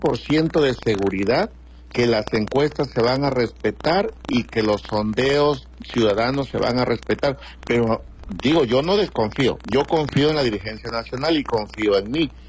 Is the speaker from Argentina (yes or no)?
no; Mexico; La soberanía significa la libertad que como mexicanos tenemos para elegir a nuestras propias autoridades